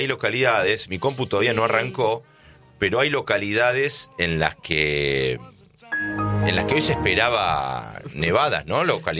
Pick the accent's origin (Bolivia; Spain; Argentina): Argentina; Amo a mi país, soy, como dijo Pochettino, 200, 300% argentino.